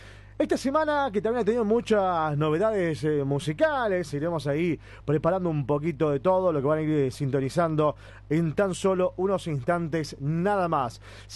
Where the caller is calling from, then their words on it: Carlos Tejedor, Buenos Aires Province, Argentina; de Carlos Tejedor, provincia de Buenos Aires. Recién nos despertamos tomando unos mates.